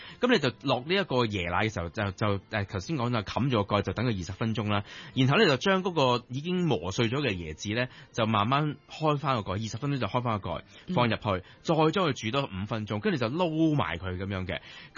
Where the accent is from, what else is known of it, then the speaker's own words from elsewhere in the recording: Hong Kong; 我哋香港人口味